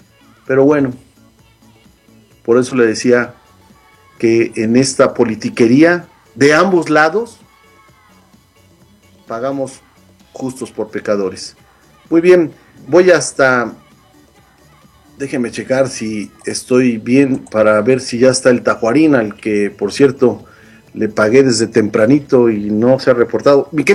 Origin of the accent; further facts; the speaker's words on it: Mexico; now in United States; los mexicanos que hemos sido expulsados de nuestro propio país